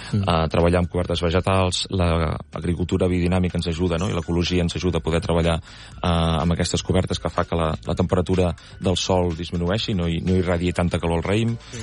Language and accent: Catalan; Catalonia, Spain; nosaltres som del Penedès i no ens volem moure gaire lluny.